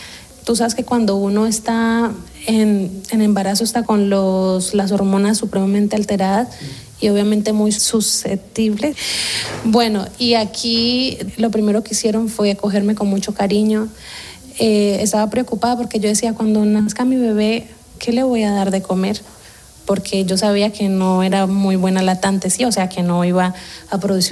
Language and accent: Spanish; Cuba; tengo 30 años y soy cubana.